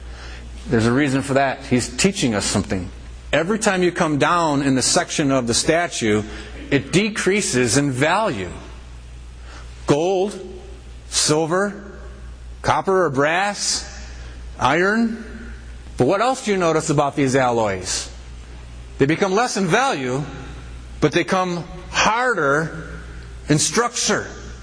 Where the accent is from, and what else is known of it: United States